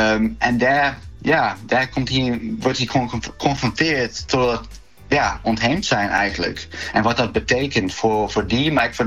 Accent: Friesland, Netherlands; moved away; also born or lived in South Africa; En dan ben ik nog Fries, ben ik dan Nederlands of ben ik eigenlijk Zuid-Afrikaans?

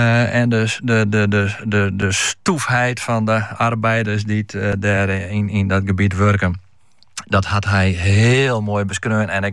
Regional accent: Kollum, Friesland, Netherlands; Ik ben zelf opgegroeid in Kolm, dus ik ken dat gebied.

